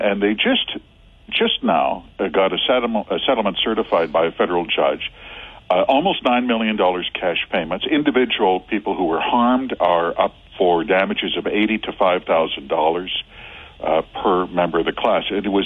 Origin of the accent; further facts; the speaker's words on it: Canada; we're Canadian.